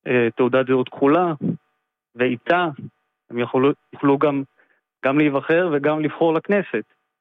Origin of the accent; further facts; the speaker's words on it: Tel Aviv, Tel Aviv District, Israel; מתל אביב.